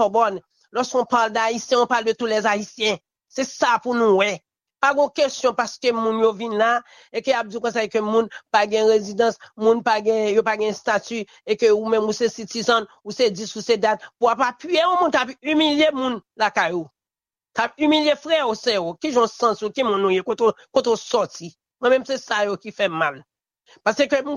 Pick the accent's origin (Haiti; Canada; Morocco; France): Haiti; je sens que je suis frustré en tant que haïtien